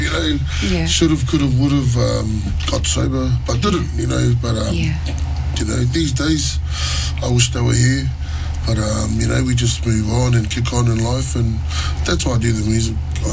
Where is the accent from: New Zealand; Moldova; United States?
New Zealand; Auckland; also born or lived in Sydney, Australia; Dad's from Fasi. And yeah, I'm born in Australia, so in Sydney, but grew up in Mangere